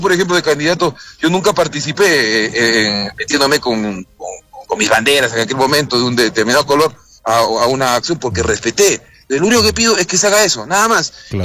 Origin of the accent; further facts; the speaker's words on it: Arequipa, Peru; also born or lived in Lima; Mis padres son arequipeños. Por casualidad de la vida, nací en Lima. A los días de nacido me traje mi papá acá y me quedé acá. Yo adoro mi tierra